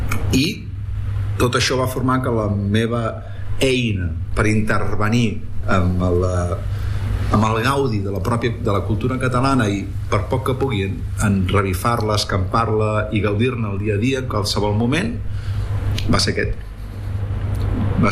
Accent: Catalonia, Spain; first language Spanish; Catalan is a second language; la meva llengua materna és el castellà. Vinc d'una família normalment espanyolista, diguéssim, tot i que tothom era català no parlant, però la llengua interna va esdevenir el castellà per un rebot

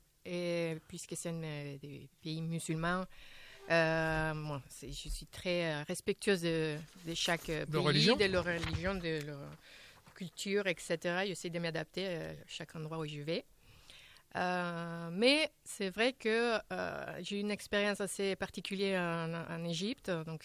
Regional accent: Honduras; Bon, moi, je viens de l'Honduras.

